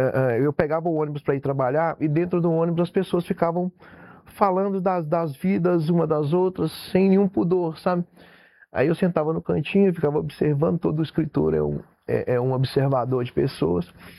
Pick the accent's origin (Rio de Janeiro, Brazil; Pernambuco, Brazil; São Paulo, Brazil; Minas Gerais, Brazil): Minas Gerais, Brazil; Para mim, que sou de Minas Gerais, vim nas maiores cidades do Brasil apresentar meu trabalho